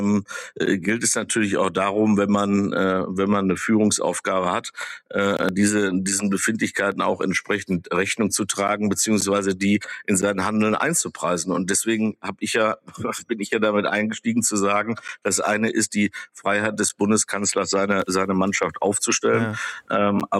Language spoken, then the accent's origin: German; North Rhine-Westphalia, Germany; in meiner Heimat in Nordrhein-Westfalen